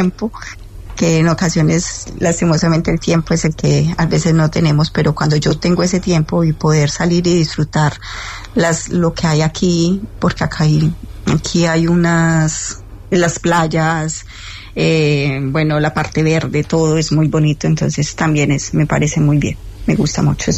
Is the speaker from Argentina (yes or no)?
no; Colombia; moved away as an adult; now in Spain; yo soy colombiana